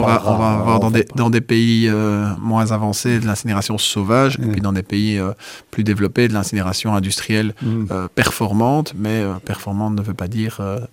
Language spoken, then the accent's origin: French; Liège, Wallonia, Belgium; belge, wallonne, montoise, mais avec le cœur liégeois, parce que moi-même, je suis liégeois.